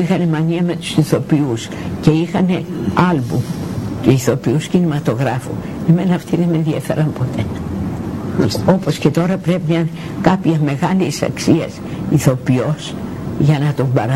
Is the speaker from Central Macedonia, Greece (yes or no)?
no; Chios, North Aegean, Greece; now in Athens, Greece; Έφυγα από τη Χίο και πήγα στην Αθήνα διότι ήθελα να νιώσω λίγο ανεξάρτητη.